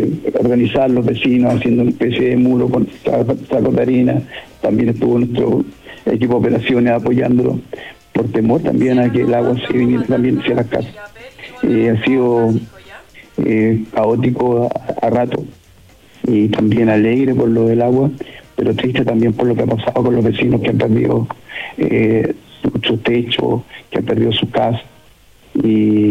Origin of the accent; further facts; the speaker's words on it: La Ligua, Valparaíso, Chile; Bueno, yo soy nacido y criado acá en La Ligua, soy liguano, liguano, porque acá nos diferenciamos cuando uno nace en La Ligua, el liguano